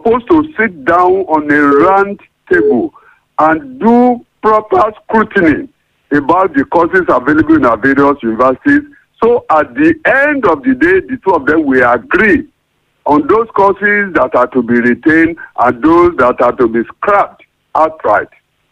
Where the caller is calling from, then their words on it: Ondo, Nigeria; calling from Ondo City.